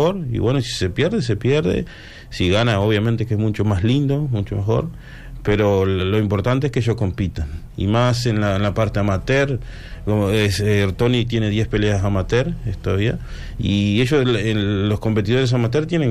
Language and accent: Spanish; Uruguay; somos uruguayos y lo más importante es el fútbol